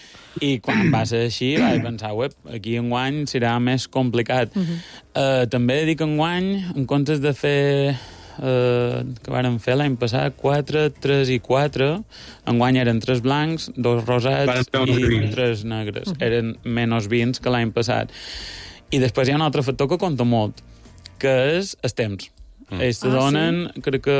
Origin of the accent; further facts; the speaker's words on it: Santa Maria del Camí, Balearic Islands, Spain; Nosaltres som de Santa Maria.